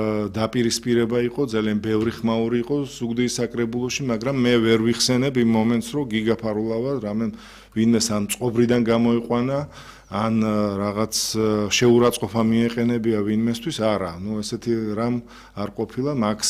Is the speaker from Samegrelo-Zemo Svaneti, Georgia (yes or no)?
yes; Zugdidi, Samegrelo-Zemo Svaneti, Georgia; ვიცით, რომ მე ზუგდიდიდან ვარ